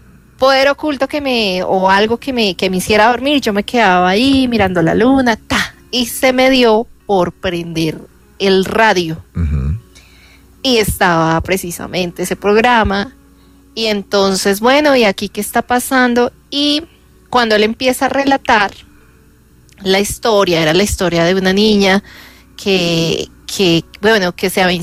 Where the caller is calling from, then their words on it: Bogotá, Bogotá Capital District, Colombia; Acá desde Bogotá